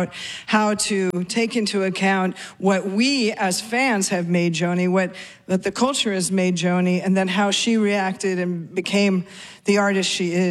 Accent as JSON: {"language": "English", "town": "Seattle", "region": "Washington", "country": "United States", "tie": "born or raised there", "said": "given just my age when I grew up in Seattle, you know, I was a new wave girl"}